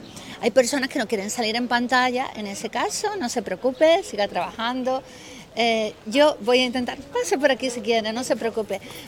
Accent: Seville, Andalusia, Spain; born there; also born or lived in Cádiz; yo nací en Sevilla, soy sevillana

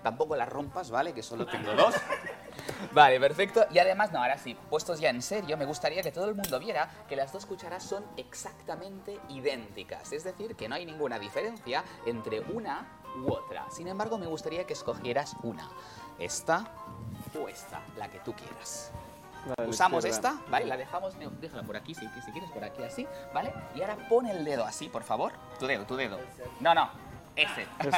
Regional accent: Catalonia, Spain; que soy catalán.

